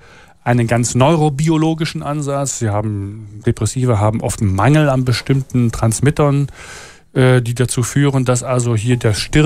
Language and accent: German; Düsseldorf, North Rhine-Westphalia, Germany; Ich komme von Düsseldorf.